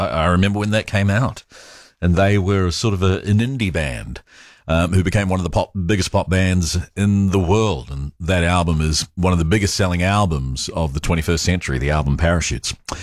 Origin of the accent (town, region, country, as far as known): New Zealand